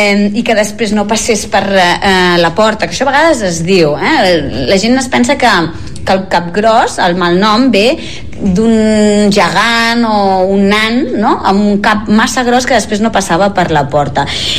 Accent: Mataró, Catalonia, Spain; que sóc de Mataró

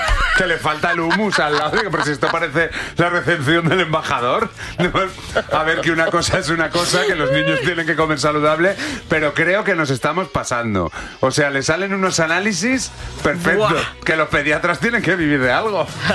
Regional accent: Salamanca, Castile and León, Spain; yo soy de Salamanca. Tenemos un respeto al embutido.

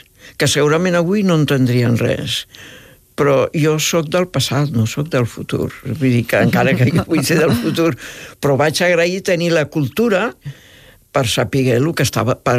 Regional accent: France; jo vinc d'una família il·lustrada, en aquell moment era París, era França, jo vinc de França

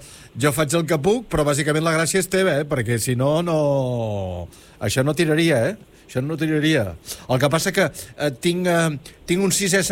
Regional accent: Olot, Catalonia, Spain; jo sóc d'Olot

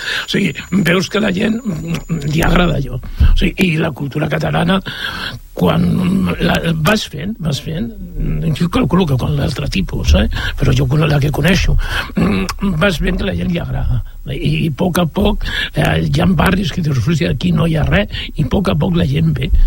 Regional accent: Catalonia, Spain; now in Sant Boi de Llobregat, Spain; sóc català

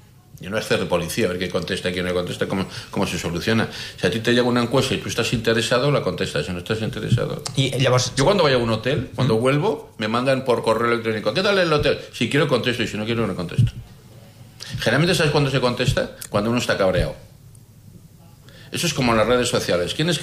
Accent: Pamplona, Navarre, Spain; Yo soy de Pamplona y Ricard Ares jugó en Pamplona.

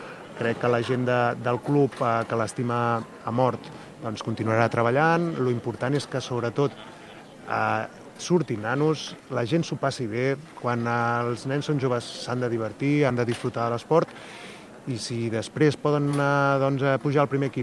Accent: Caldes de Montbui, Catalonia, Spain; hem coincidit tres persones de Caldes de tota la vida que ens estimem al poble

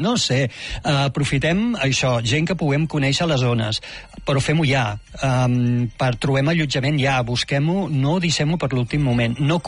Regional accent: Tarragona, Catalonia, Spain; born there; que t'haig de dir molt orgull, que és la meva ciutat natal, que Tarragona ho està fent

